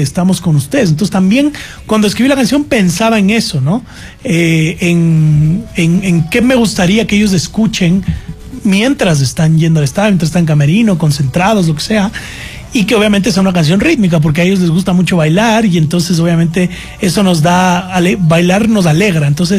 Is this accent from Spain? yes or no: no; Ecuador; los ecuatorianos no nos rendimos.